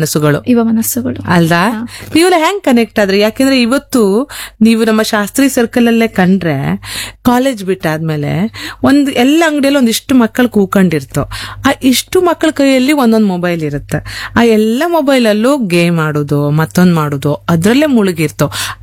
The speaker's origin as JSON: {"language": "Kannada", "town": "Kundapura", "region": "Karnataka", "country": "India"}